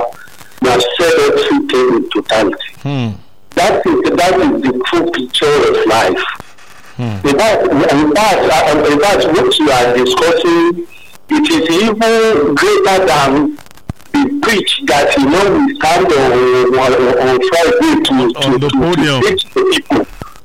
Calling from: Ibafo, Ogun, Nigeria; I'm calling from Ibafo.

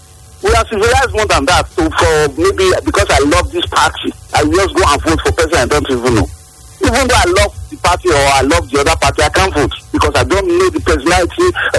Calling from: Benin; I'm calling from Benin.

